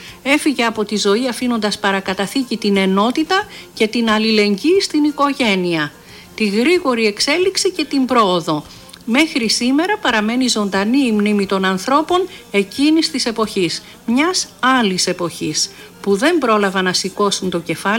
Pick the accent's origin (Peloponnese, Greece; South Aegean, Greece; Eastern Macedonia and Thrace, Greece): Eastern Macedonia and Thrace, Greece; Paranesti; στο χωριό μου